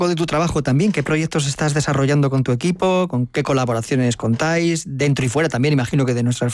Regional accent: Castilla-La Mancha, Spain; tenemos como La Mancha, que por ejemplo mi tierra, eso que se ven los cielos de maravilla

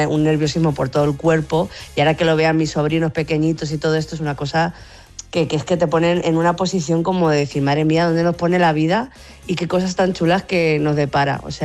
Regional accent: Castilla-La Mancha, Spain; born there; yo en mi pueblo de Castilla-La Mancha

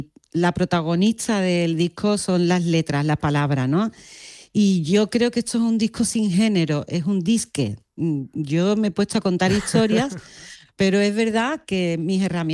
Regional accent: Utrera, Andalusia, Spain; yo vengo de Utrera

